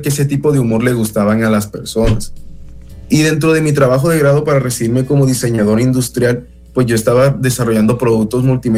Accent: Sincelejo, Sucre, Colombia; Yo ahora mismo estoy en mi ciudad natal, yo estoy ahora mismo en Sincelejo, Colombia.

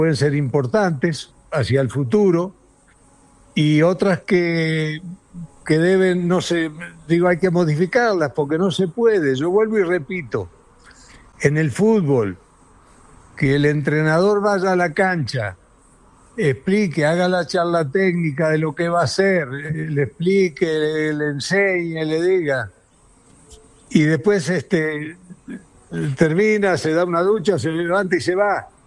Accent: Uruguay; Los uruguayos no somos como los chilenos, ni somos como los argentinos siquiera, que estamos ahí enfrente.

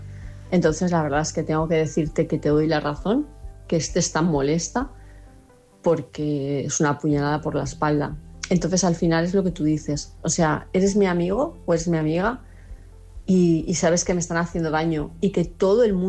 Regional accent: Palma de Mallorca, Balearic Islands, Spain; de Palma de Mallorca

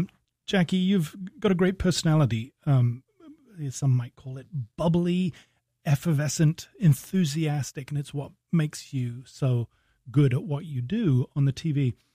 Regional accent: Singapore; born there; Yeah, I was born in Singapore. Mm-hmm. Of course, I was born in 64

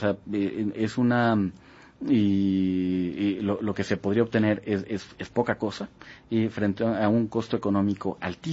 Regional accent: Mexico; Imaginemos que cada mexicano, de los más de 120 millones que somos, cada mexicano tuviera que poner una pipa y media de 10.000 litros cada una.

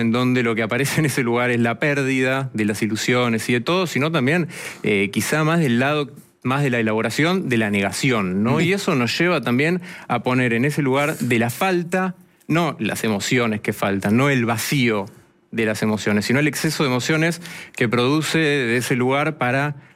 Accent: Argentina

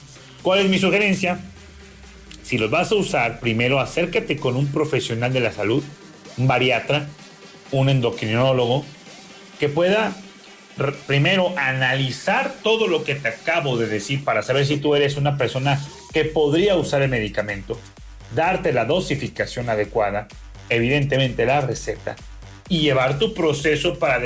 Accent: Mexico; en México, en mi país

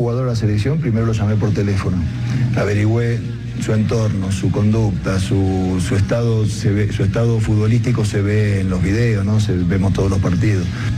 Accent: Argentina; moved away as an adult; also born or lived in Italy / England; Yo me fui a los 22 años de Argentina a Italia, Inglaterra, y nunca sos ciudadano del país donde estás, sino que tenés tus raíces

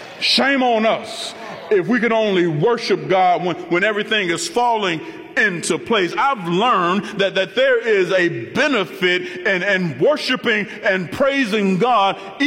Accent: Indiana, United States; moved away; I'm from Northwest Indiana.

